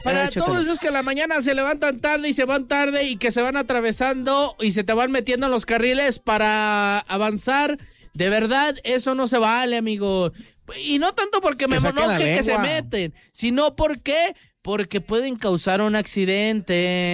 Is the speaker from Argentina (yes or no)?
no; León, Guanajuato, Mexico; ¿de dónde eres? De León.